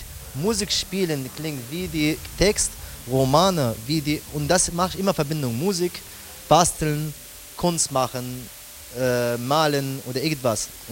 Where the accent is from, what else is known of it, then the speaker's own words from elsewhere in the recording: Iraq; German is a second language; moved away as an adult; now in Germany; ich bin hier in Deutschland seit 2015 und ich versuche schnell wie möglich einfach meine Heimat zu besuchen.